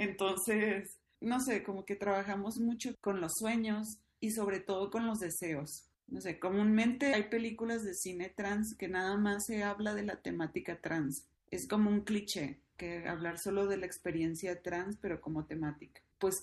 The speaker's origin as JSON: {"language": "Spanish", "town": "Mazatlán", "region": "Sinaloa", "country": "Mexico", "said": "Les dos somos de Mazatlán, Sinaloa."}